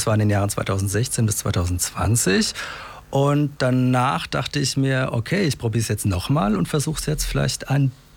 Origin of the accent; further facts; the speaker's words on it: Aschaffenburg, Bavaria, Germany; now in Würzburg, Germany; Also ich komme aus Aschaffenburg, aus der Gegend